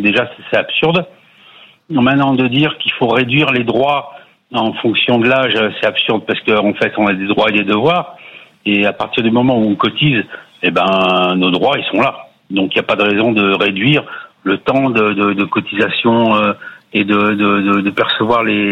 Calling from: Occitanie, France; Mias, à côté de Perpignan.

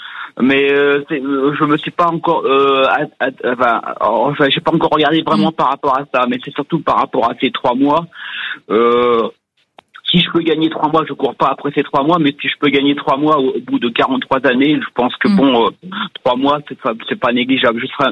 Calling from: Beaufort-en-Vallée, Pays de la Loire, France; Beaufort-en-Vallée dans le Maine-et-Loire

